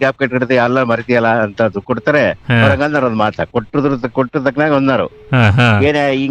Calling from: Hunsur/Hassan district, Karnataka, India; ಹತ್ತಿ ಚೌಡದಳ್ಳಿ, ಹುಣಸಪುರ ತಾಲೂಕು, ಹಾಸನ ಜಿಲ್ಲೆ.

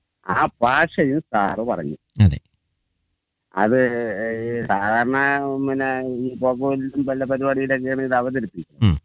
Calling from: Kerala, India; ഞാൻ കഴിക്കോട് പുതുപ്പൂരിയിൽ നിന്നാണ് സംസാരിക്കുന്നത്.

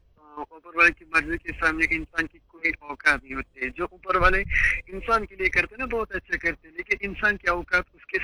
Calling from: Budgam district, Jammu and Kashmir, India; मैं सेंट्रल कश्मीर से बात कर रहा हूँ, जिला बड़गांव में हमारा गांव पड़ता है।

